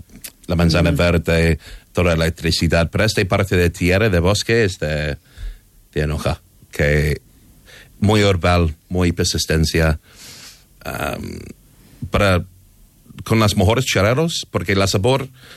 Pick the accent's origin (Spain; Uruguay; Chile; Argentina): Spain; Barcelona, Catalonia; born there; also born or lived in London; siempre he vivido en Barcelona, pero mis estudios la mayoría son en Londres.